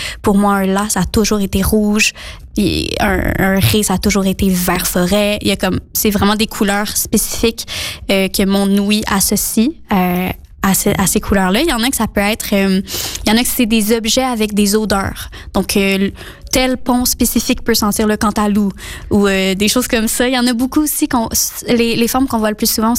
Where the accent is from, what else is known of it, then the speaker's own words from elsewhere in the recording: Montreal, Quebec, Canada; je viens de Montréal.